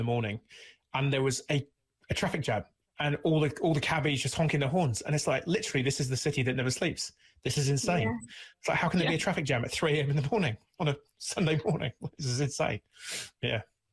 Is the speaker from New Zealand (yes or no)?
yes; New Zealand; They were like, hey, New Zealand, is that down the road from New York? Like, where are you from?